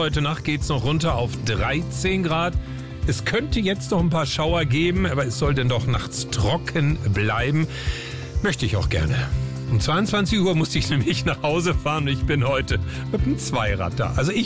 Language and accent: German; Northern Germany, Germany; Ja, wie sagt man so schön in Norddeutschland, meine Heimat? Moin, aber nicht moin moin. Denn wir in Norddeutschland sagen, moin moin ist so ein Sappeln, und Sappeln wollen wir nicht.